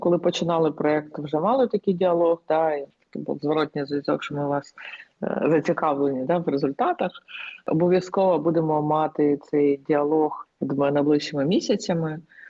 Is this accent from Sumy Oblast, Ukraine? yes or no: no; Kharkiv, Kharkiv Oblast, Ukraine; то, що навколо нас оточує, це в більшості формує своє розуміння, що я з Харкова.